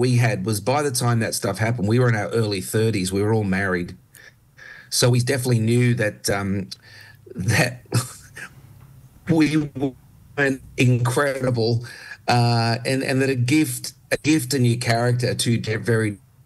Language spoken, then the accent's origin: English; Australia; now in United States; That's what's great about being an Aussie too.